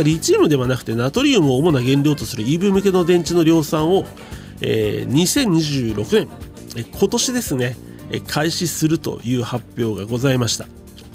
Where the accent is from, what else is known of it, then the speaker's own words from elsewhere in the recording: Hokkaido, Japan; 僕ら道民からしてみると